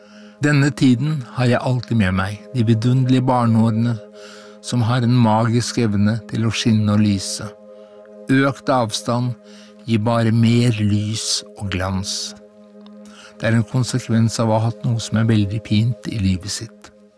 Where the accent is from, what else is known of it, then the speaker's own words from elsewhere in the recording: Horten, Vestfold, Norway; Jeg vokste opp på Linden Gartneri på Horten, denne fine lille hagebyperlen som nå kulturhovedstaden I Vestfold. Solkysten på Østlandet.